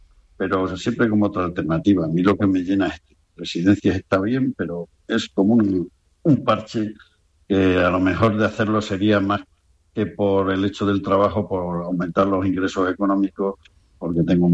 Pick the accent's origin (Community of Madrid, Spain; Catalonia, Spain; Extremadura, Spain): Extremadura, Spain